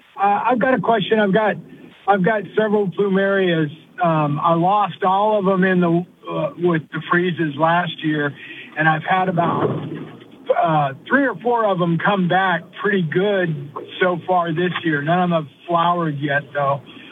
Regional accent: Florida, United States; I'm born and raised in Florida.

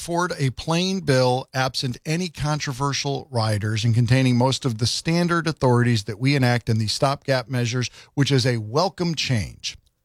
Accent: Connecticut, United States; my home state of Connecticut

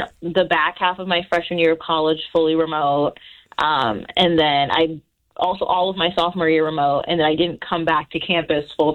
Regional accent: Chicago, Illinois, United States; moved away as an adult; also born or lived in Boston; So, obviously, I was in Boston, but I'm from Chicago. My dad came and got me because they didn't want me on a plane. I went back to Chicago in March of 2020.

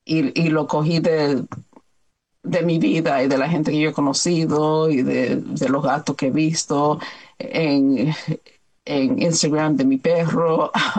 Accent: New York, United States; Y yo soy dominicana, yo soy nacida y criada en el vecindario de Washington Heights, en Nueva York.

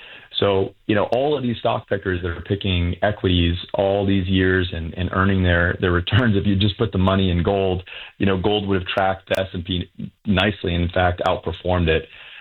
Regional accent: New Bedford, Massachusetts, United States; moved away as an adult; also born or lived in Manchester, New Hampshire; I am actually a Massachusetts boy. I was born and raised in New Bedford.

